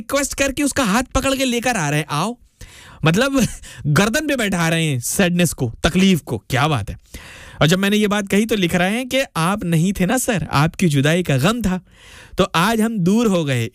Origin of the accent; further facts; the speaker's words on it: Basti, Uttar Pradesh, India; आगे भाई हम बस्ती से हैं, ओ फैजाबाद और बस्ती में ज़्यादा टाइम ज़्यादा दूर नहीं है।